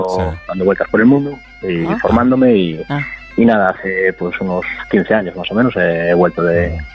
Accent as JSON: {"language": "Spanish", "town": "Chantada", "region": "Galicia", "country": "Spain", "tie": "born or raised there", "said": "Sí, yo nací en Chantada de toda la vida."}